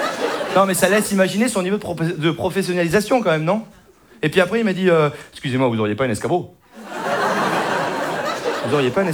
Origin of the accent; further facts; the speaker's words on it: Saint-Émilion, Nouvelle-Aquitaine, France; je viens de Saint-Émilion. Il l'a dit déjà, mais il y en a qui connaissent Saint-Émilion?